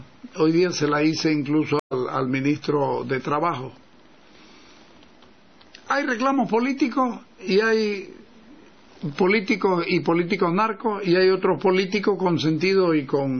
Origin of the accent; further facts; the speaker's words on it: Santa Cruz, Bolivia; Yo soy cruceño